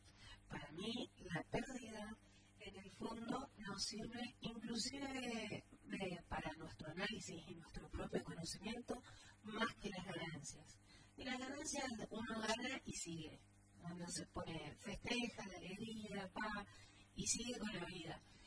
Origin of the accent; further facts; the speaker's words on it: Argentina; Más allá de como argentinos que perdemos, ¿qué perdemos como personalmente?